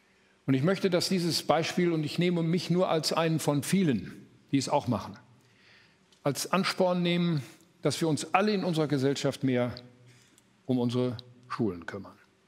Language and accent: German; Arnsberg, North Rhine-Westphalia, Germany; Eine eigene Stiftung gegründet für Bildung und Ausbildung in meiner Heimatstadt Arnsberg. Das ist die Stadt, in der wir leben.